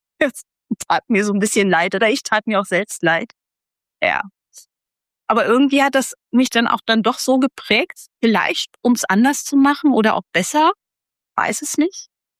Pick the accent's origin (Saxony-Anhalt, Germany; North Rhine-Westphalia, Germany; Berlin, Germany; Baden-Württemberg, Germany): Berlin, Germany; Ich bin in Berlin groß geworden, ja, mittendrin.